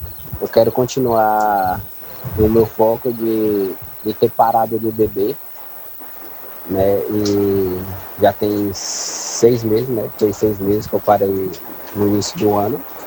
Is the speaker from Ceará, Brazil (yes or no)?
no; Itamaraju, Bahia, Brazil; born there; now in Itacaré, Brazil; O cara é Bahia. Nasci em Itamaraju, mas atualmente estou morando aqui em Itacaré.